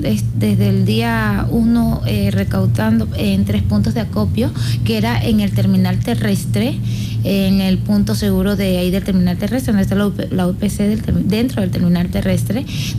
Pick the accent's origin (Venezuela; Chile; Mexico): Venezuela; moved away